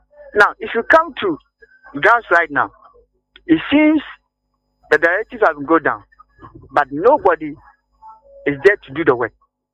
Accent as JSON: {"language": "English", "country": "Ghana", "said": "But as a nation, as a Ghana, as a Ghanaian, you can find someone eating and throwing the rubbish anyhow."}